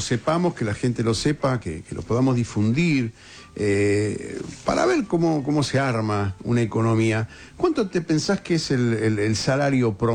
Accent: Argentina

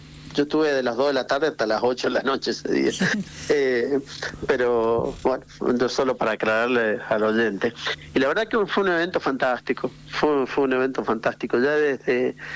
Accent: San Juan, Argentina; una de las características fundamentales que tenemos los sanjuaninos

